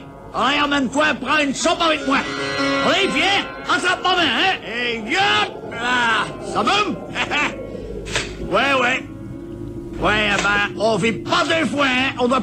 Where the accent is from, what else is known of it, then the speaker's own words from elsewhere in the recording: Schaerbeek, Brussels-Capital Region, Belgium; Je suis le fameux gourou. Ouais, tu sais, je suis de Schaerbeek, près de Bruxell